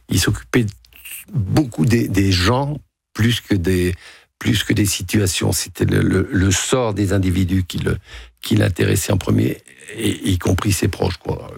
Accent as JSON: {"language": "French", "town": "Oignies", "region": "Hauts-de-France", "country": "France", "tie": "born there", "said": "Oigny, Pas-de-Calais, ouais. O-I-G-N-I-E-S."}